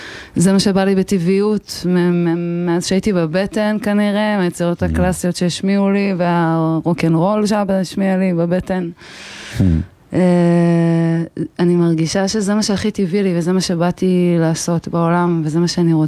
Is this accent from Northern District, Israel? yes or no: yes; Dafna, Northern District, Israel; אני מדפנה היפה. מזה השנה וחצי פלוס האחרונות, מאז שחזרנו מהפינוי.